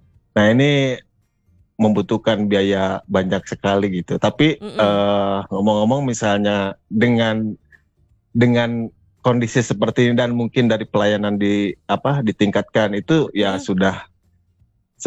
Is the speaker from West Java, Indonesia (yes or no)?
yes; Bandung, West Java, Indonesia; Saya sebagai warga Bandung ya menyambut dengan senang hati.